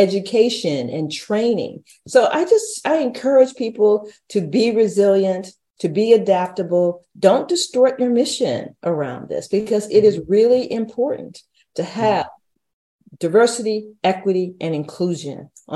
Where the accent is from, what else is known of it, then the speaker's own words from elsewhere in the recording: San Antonio, Texas, United States; growing up in San Antonio and not being, you know, not having a whole lot of money